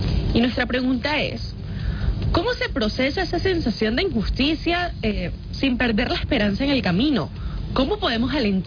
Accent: Venezuela; pudieron pasar lo que estamos pasando como venezolanos

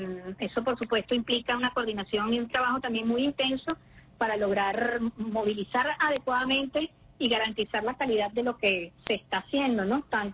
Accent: Venezuela; como patriotas venezolanos y venezolanas que somos

